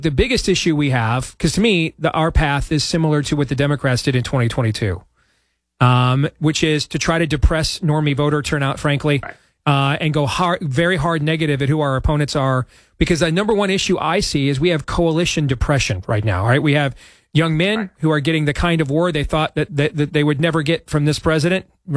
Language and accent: English; Michigan, United States; I grew up in Michigan, so I saw a lot of those, right?